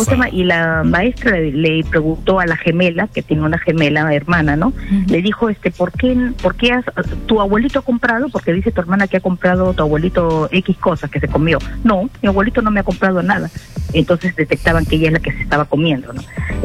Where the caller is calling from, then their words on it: Lima, Peru; De Magdalena.